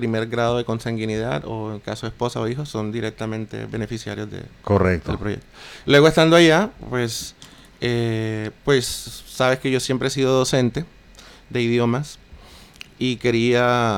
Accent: Colombia; moved away as an adult; also born or lived in Spain; now in United States; hace aproximadamente 5 años me fui de Colombia. Estuve en España por 2 años. Actualmente resido en Estados Unidos desde hace 3 años.

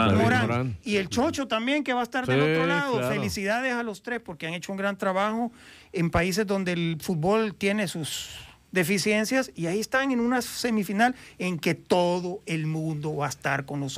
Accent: El Salvador; yo soy del Salvador

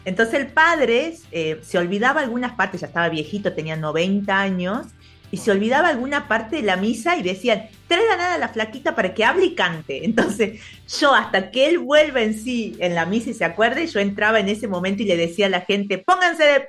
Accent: Salta, Argentina; Yo soy salteña, o sea, vos me vas a escuchar hablar, yo no hablo como los porteños, diría ahí la sé, yo no tengo esa tonada porteña. Yo soy más del norte, campo adentro, mis padres, ¿no? Bien campo, bien campo.

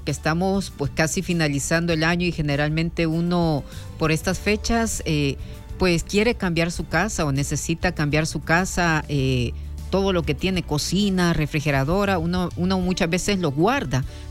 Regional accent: El Salvador; con nosotros como salvadoreños que somos

